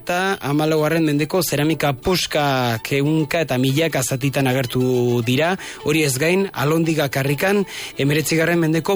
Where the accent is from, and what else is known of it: Pamplona, Navarre, Spain; born there